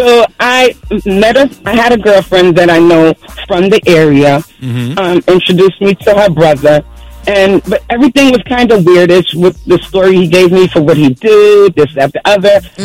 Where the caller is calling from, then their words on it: Yonkers, New York, United States; I'm calling from Yonkers.